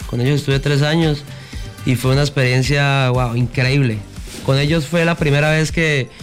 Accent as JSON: {"language": "Spanish", "region": "Norte de Santander", "country": "Colombia", "said": "yo soy del Catatumbo, orgullosamente, tibullano."}